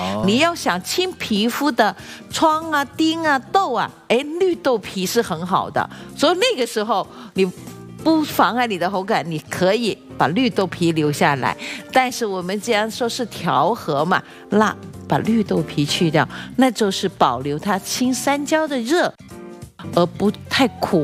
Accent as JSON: {"language": "Chinese", "region": "Guangdong and Guangxi", "country": "China", "tie": "born or raised there", "moved": "yes"}